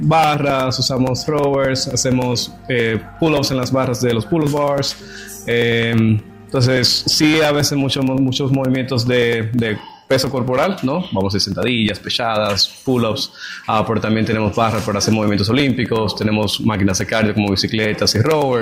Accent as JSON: {"language": "Spanish", "country": "Dominican Republic", "moved": "yes", "lives_now": "United States", "said": "Dominicano."}